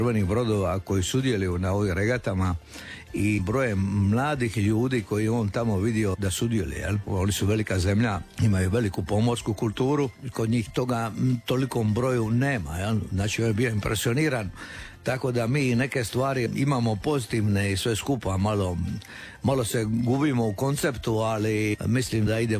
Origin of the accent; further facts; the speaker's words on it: Betina, Šibenik-Knin County, Croatia; moved away; ja sam Korčulani, ali sam rođen i odgojen u Betini na škveru i uvijek me to nekako veže za taj kraj, iako nisam tamo stalno ne živim.